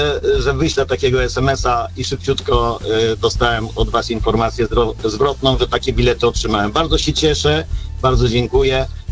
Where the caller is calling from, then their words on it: Leokadiów, Lublin Voivodeship, Poland; Na stałe mieszkam w Leokadiowie koło Puław, to jest bardzo blisko.